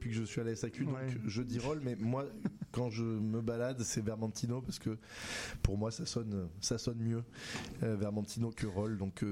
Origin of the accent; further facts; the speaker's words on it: Aix-en-Provence, Provence-Alpes-Côte d'Azur, France; moved away as an adult; also born or lived in Paris; De Paris à Aix-en-Provence, là où j'ai grandi, là où je suis né.